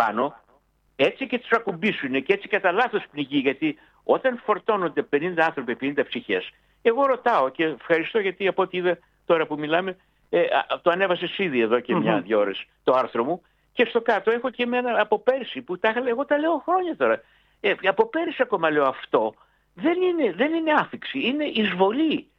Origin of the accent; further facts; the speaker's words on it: Thessaloniki, Central Macedonia, Greece; Εγώ είμαι Σαλονικιός.